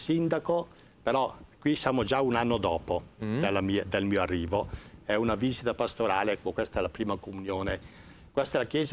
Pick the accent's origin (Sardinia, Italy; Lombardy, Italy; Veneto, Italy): Sardinia, Italy; Bono; ho fatto un gemellaggio con il Bono Sardegna, il mio paese.